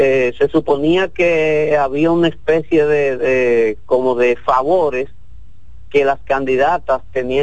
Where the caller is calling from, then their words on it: Santiago de los Caballeros, Santiago, Dominican Republic; de Santiago.